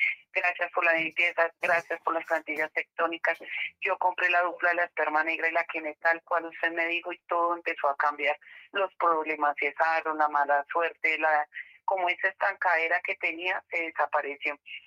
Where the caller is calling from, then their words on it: Macanal, Boyacá, Colombia; yo le llamo Macanal Boyacá.